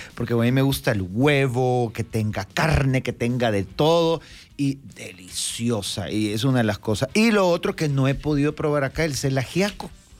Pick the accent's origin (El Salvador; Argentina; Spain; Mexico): El Salvador; lo que nosotros comemos acá, como salvadoreños